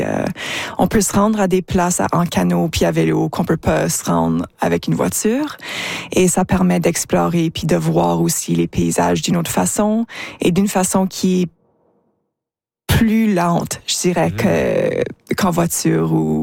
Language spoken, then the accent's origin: French; Saskatchewan, Canada